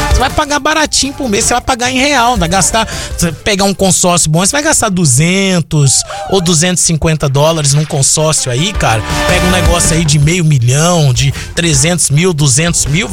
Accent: Brazil; moved away; sou brasileiro.

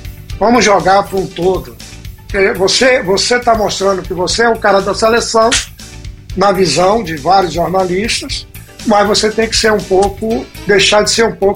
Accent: Brazil; eu torço como torcedor, como brasileiro

